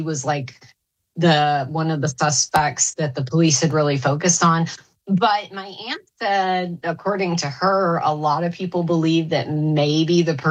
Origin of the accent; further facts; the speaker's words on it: Arkansas, United States; also born or lived in Texas; I was born in Texas, actually, but we moved when I was a baby back to my dad's hometown in Arkansas.